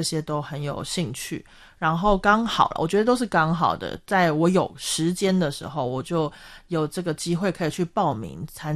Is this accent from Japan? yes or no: yes; Japan; Chinese is a second language; 对，然后我是一个日本人